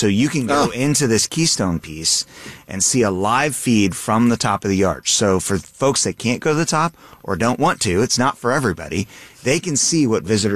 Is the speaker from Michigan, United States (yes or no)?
no; St. Louis, Missouri, United States; as a St. Louisan and as an American